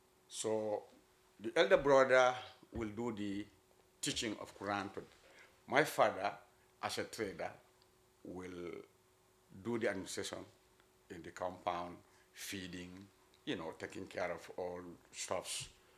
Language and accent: English; North Bank, Gambia; born and raised in Badibu.